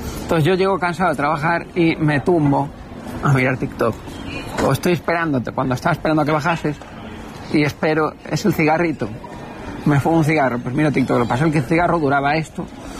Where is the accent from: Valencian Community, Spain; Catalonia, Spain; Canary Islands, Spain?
Canary Islands, Spain; born there; yo vengo a ser gallego, gallego, gallego. Eso a mi madre le partía el corazón. Porque yo nací en Canarias, tú eres canario.